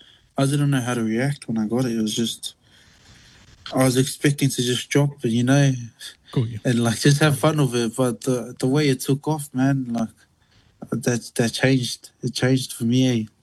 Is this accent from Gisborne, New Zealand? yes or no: no; Auckland, New Zealand; born there; also born or lived in Melbourne, Australia; Growing up between South Auckland and Melbourne